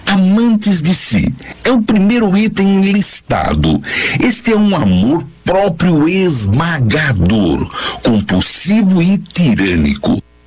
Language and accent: Portuguese; São Caetano do Sul, São Paulo, Brazil; born or raised there